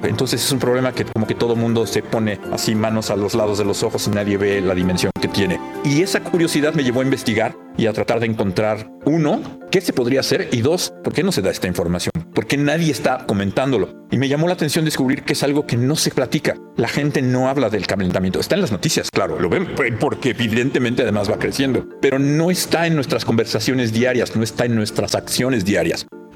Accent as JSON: {"language": "Spanish", "country": "Mexico", "moved": "as an adult", "said": "Bueno, yo soy un mexicano que se fue de México hace ya casi 20 años."}